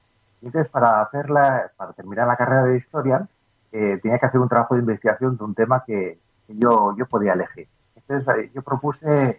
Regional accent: Basque Country, Spain; trabajo en Castola, digo, soy vasco

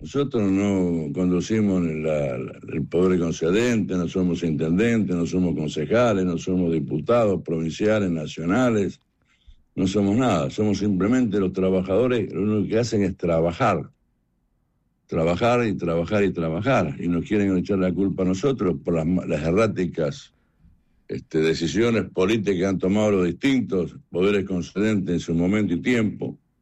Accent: Buenos Aires, Argentina; Yo vengo de Buenos Aires, hay más de 10.000 personas en la calle, durmiendo en la calle

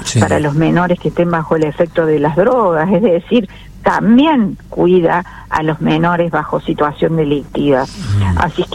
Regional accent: Córdoba, Argentina; yo por ejemplo soy cordobesa

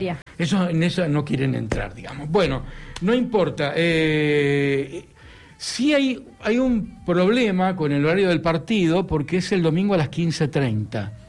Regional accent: Córdoba, Argentina; Soy cordobés

